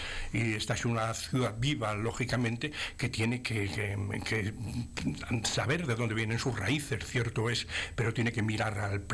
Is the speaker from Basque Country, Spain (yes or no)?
no; Segovia, Castile and León, Spain; somos segovianos en el mejor sentido de la palabra. Yo, señor, soy de Segovia, y eso imprime carácter y calidad y dignidad.